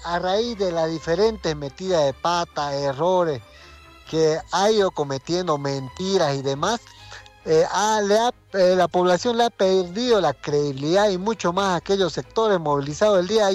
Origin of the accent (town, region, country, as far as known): Bolivia